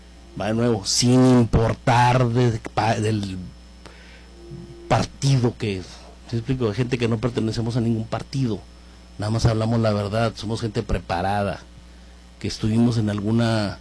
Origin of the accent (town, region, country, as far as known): Mexico